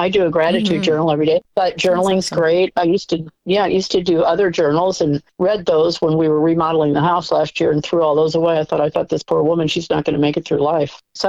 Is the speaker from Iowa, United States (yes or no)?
yes; Marshalltown, Iowa, United States; moved away; my hometown of Marshalltown, Iowa.